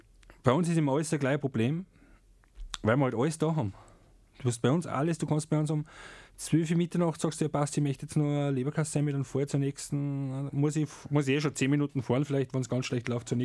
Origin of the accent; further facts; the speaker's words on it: Austria; weil es ist super schön bei uns in Österreich.